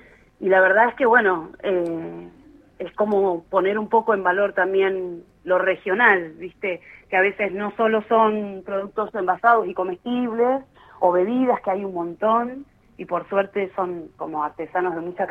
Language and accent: Spanish; El Cóndor, Río Negro, Argentina; para los que somos del Cóndor